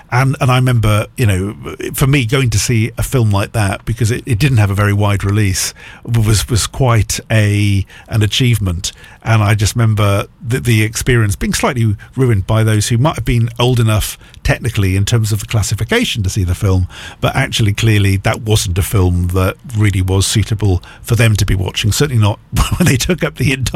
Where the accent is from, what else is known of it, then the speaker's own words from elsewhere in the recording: Cardiff, Wales, United Kingdom; I'm from Cardiff